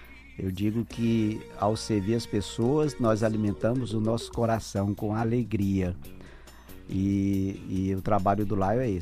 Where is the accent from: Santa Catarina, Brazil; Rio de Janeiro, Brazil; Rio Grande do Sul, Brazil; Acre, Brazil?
Acre, Brazil; Rio Branco; Eu sou do Acre, de Rio Branco, né?